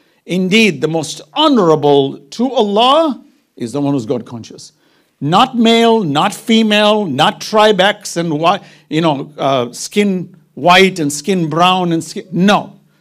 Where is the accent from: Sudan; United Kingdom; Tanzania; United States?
Tanzania; Zanzibar; I come from Zanzibar. You know, 40 minutes down is Dar es Salaam.